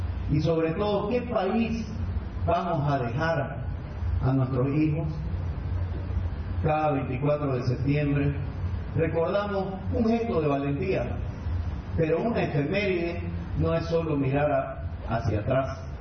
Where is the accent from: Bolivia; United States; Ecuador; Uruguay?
Bolivia; Santa Cruz; lo venimos aquí esperando como cruceños